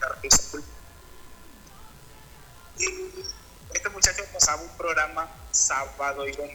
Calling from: Honduras; soy de Honduras, hermano.

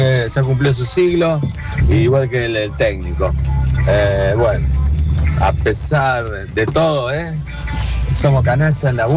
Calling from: Villa Diego, Santa Fe, Argentina; de Villadiego.

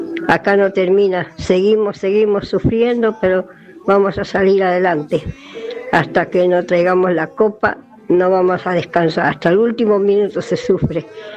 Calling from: Argentina; Estoy feliz de ser argentina

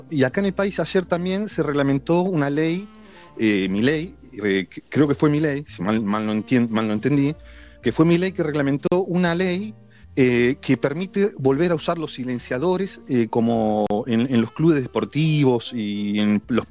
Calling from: Azul, Buenos Aires Province, Argentina

